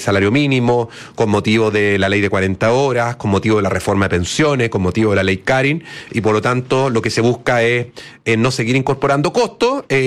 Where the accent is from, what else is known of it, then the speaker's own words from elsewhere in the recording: Ovalle, Coquimbo, Chile; Yo soy del norte, soy de Ovalle, lo dije hace un ratito, ¿cierto?